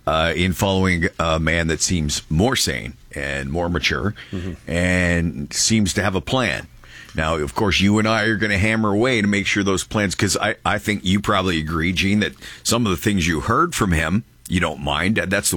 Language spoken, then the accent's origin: English; Brantford, Ontario, Canada; I'm from Brantford, Ontario